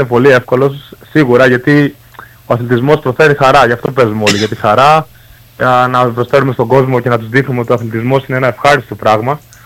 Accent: Crete, Greece; Η Κρήτη είναι ο τόπος μου, εδώ μεγάλωσα, την αγαπάω πάρα πολύ.

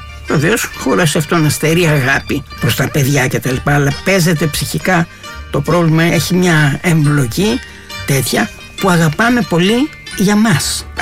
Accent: Greece; Μα γιατί είναι η γλώσσα μου, είναι η πατρίδα μου, είναι αδιανόητο δηλαδή.

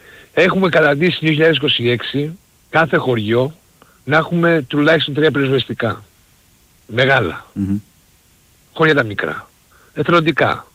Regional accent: Samos, North Aegean, Greece; Εγώ είμαι από τη Σάμμο καταγωγή.

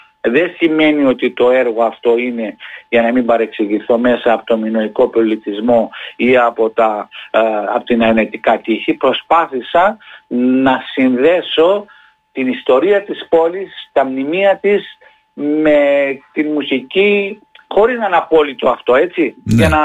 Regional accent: Heraklion, Crete, Greece

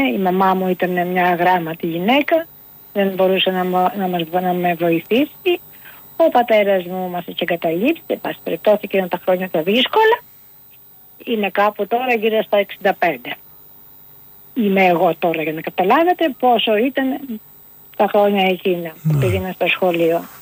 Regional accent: Agrinio, Western Greece, Greece; born or raised there

